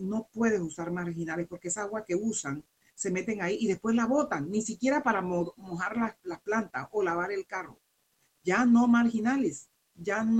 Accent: Panama; como panameños de a pie

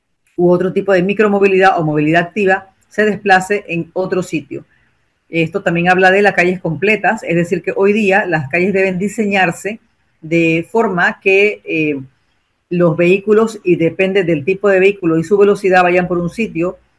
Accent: Chiriquí, Panama; saben ustedes que yo soy de Chiriquí

